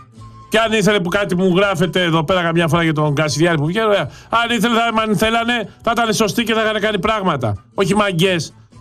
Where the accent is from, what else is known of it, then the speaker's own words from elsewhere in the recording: Greece; στην Ελλάδα, στη χώρα μου, στην πατρίδα μου